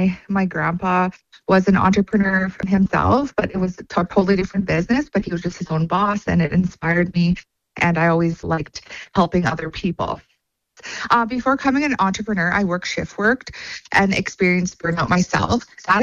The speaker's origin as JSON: {"language": "English", "town": "Hay River", "region": "Northwest Territories", "country": "Canada", "said": "Yes, I'm originally from Hay River, Northwest Territories."}